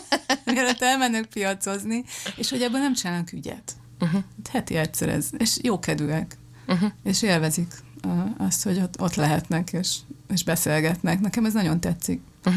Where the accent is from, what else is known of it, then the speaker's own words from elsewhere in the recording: Hungary; Én nem az a magyar vagyok, aki állandóan Ausztriába járt, meg Bécsbe vásárolni.